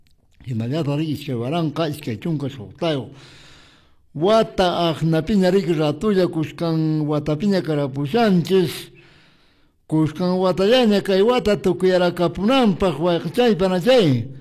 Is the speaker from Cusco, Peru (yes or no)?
yes; Chumbivilcas, Cusco, Peru; Saludos a mi patria chica de los jorilazos con fervor y valentía de mi Perú profundo.